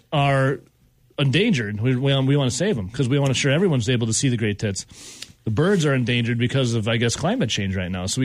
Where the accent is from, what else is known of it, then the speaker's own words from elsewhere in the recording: Dodgeville, Wisconsin, United States; I'm from Dodgeville.